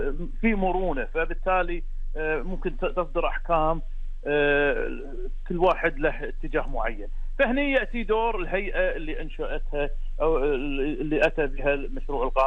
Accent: Kuwait; وهذه الظروف لا شك أنها تغيرت عندنا بالكويت

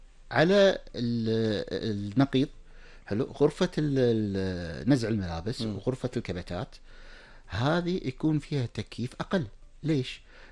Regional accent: Kuwait; عندنا في الكويت

